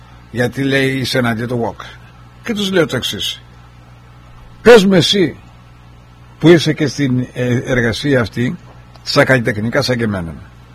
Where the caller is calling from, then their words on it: Kefalonia, Ionian Islands, Greece; Είμαι από την Κεφαλονιά